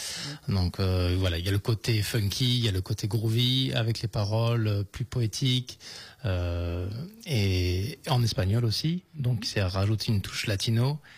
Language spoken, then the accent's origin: French; Montpellier, Occitanie, France; on est de Montpellier. Alors après, on a d'autres musiciens qui viennent un petit peu de partout de la région. Mais originellement, oui, on vient de Montpellier.